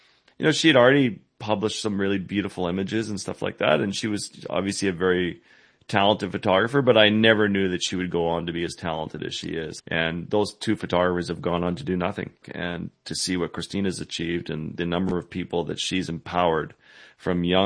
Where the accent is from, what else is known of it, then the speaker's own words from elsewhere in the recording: Ireland; being the Irish ADHD guy